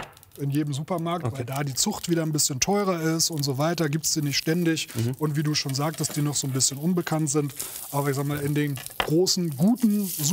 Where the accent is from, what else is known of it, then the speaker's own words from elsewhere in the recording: Northern Germany, Germany; now in Frankfurt, Germany; ich als Norddeutscher